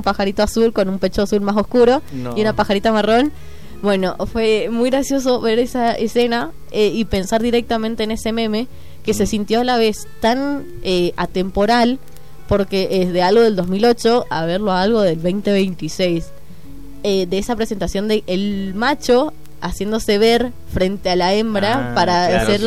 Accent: Mendoza, Argentina; nosotros como mendocinos lo tenemos de toda la niñez

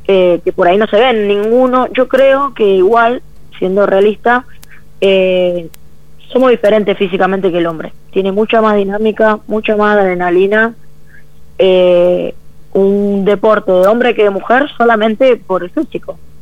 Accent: Mendoza, Argentina; siendo mendocina

